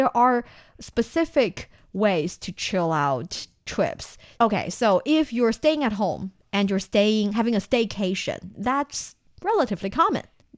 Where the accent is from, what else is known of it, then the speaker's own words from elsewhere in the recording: Shanxi, China; in my hometown, Shanxi province, we make hua mo